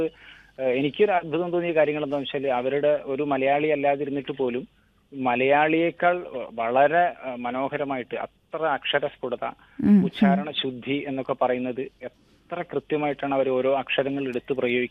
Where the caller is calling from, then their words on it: Narikkuni, Kerala, India; സ്ഥലം നരിക്കുനിയാണ്.